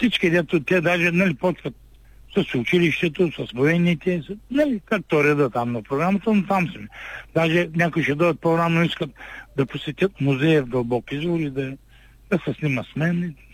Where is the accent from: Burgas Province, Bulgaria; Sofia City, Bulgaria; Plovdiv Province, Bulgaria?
Plovdiv Province, Bulgaria; Dalbok Izvor; moved away; Моята родина е тук, моето родно село е тук, моя баща тук, дядо ми, все музиканти, основатели, първомайски групи.